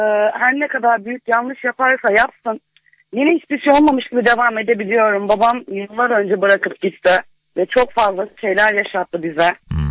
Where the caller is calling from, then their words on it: Osmaniye, Turkey; Osmaniye'den arıyorum.